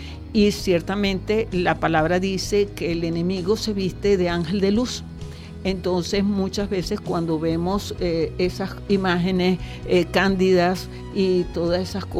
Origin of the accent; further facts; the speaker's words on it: Venezuela; fuera de nuestro país, porque Venezuela está repartida en el mundo entero